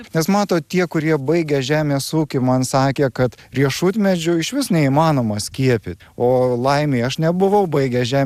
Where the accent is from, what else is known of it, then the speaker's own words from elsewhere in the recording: Širvintos, Vilnius County, Lithuania; Na, tarkim, ir aš augau nedideliam miestelį Širvintose, ten buvo sodas, tai man patiko laipėt viską